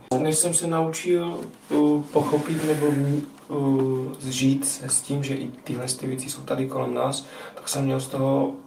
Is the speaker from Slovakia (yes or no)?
yes; Slovakia; Czech is a second language